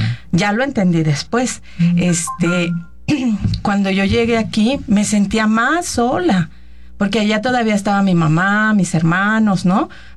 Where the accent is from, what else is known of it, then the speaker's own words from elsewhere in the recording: Morelos, Mexico; moved away as an adult; Bueno, yo soy de Morelos, nacida en Morelos y allá es donde yo nací, donde yo me crié.